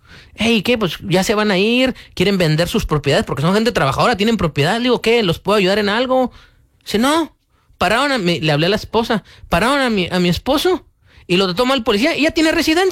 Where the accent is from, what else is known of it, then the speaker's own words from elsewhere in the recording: Mexico; now in United States; yo amo mi México, soy mexicano, pero estoy mejor aquí